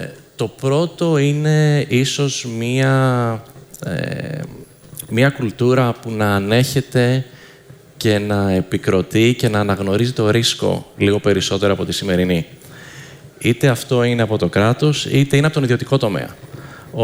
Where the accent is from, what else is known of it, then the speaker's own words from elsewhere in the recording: Athens, Attica, Greece; moved away as an adult; now in New York, United States; μεγάλωσα στην Αθήνα, μεγάλωσα στην Ελλάδα, τελείωσα το Λύκειο εδώ. Είμαι σχεδόν 30 χρόνια τώρα στην Αμερική, στη Νέα Υόρκη.